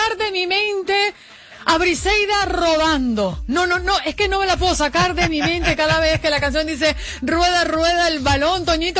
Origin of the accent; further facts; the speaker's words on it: Mexico; ¿usted es mexicano? Sí, soy mexicano, pero ¿y qué es lo que tú querías?